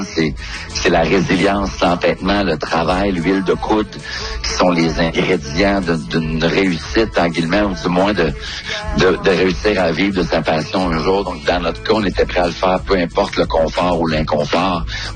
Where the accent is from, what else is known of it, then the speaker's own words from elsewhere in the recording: Drummondville, Quebec, Canada; chez nous à Drummondville, ici, à la fin de l'année 1999.